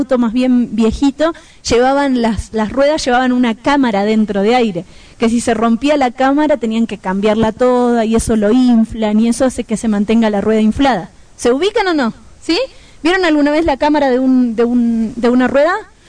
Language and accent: Spanish; Argentina; moved away as an adult; now in Bolivia; Como verán, soy argentina o gaucha, como algunos de ustedes están pensando dentro de su cabeza. Vivo hace 12 años en Bolivia, pero no se me fue el tono de voz. Somos pastores